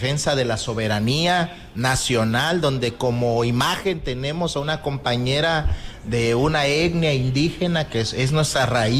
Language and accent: Spanish; Mexico; que soy costeño 100%